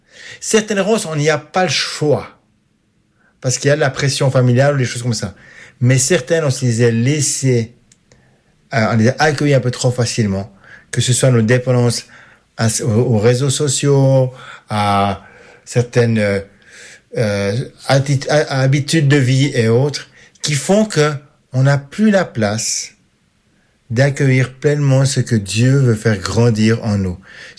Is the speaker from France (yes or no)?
no; Switzerland